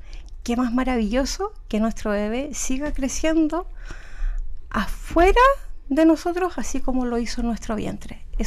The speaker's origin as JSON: {"language": "Spanish", "town": "Longaví", "region": "Maule", "country": "Chile", "said": "Yo soy de acá de Longaví, del sector Quinta Norte, Hualonco"}